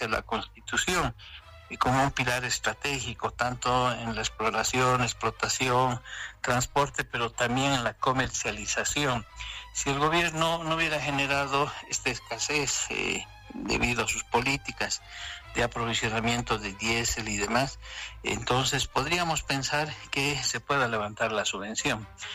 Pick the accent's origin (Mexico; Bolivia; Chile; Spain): Bolivia; Y nosotros no lo podemos pagar como bolivianos, porque en primer lugar nuestros ingresos no son internacionales ni de guerra